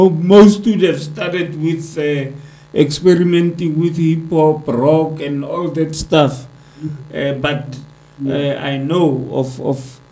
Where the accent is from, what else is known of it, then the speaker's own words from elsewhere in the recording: South Africa; So, you feel proud as a South African, because jazz is actually part of our heritage, part of our identity as South Africans.